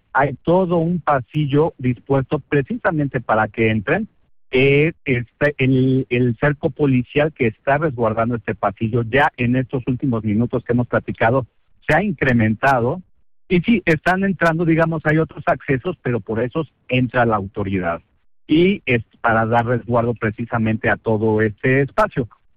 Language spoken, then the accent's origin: Spanish; Mexico; Como mexicano, pues bueno, pues que gane México.